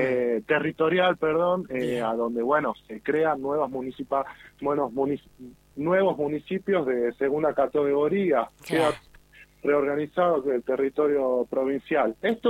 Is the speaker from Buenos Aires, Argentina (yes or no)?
no; Las Juntas, Catamarca, Argentina; yo también vengo de Las Juntas, vivo en Las Juntas